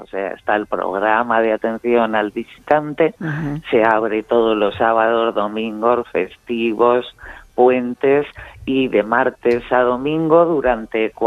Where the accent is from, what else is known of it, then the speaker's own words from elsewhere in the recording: Sariñena, Aragon, Spain; Y nada, soy de aquí de Sariñena